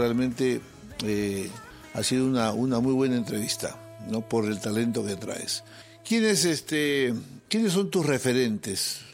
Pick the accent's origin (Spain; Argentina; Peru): Peru; como peruano, soy muy peruano